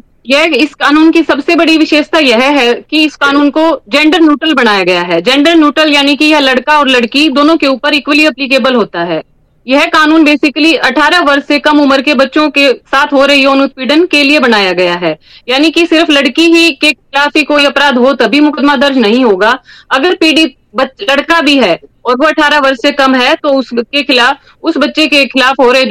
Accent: Bhiwani, Haryana, India; महिला थाना SHO Charkhi Dadri posting हूँ फिलहाल, और मैं मूल निवासी भिवानी की हूँ

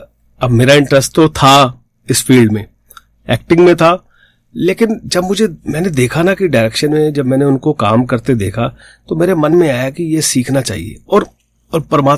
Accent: Jalandhar, Punjab, India; मैं बेसिकली पंजाब से हूं, पंजाब के जलंधर शहर से

